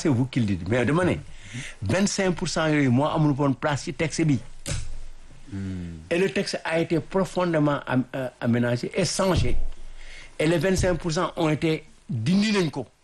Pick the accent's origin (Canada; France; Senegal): Senegal; Nous sommes Sénégalais.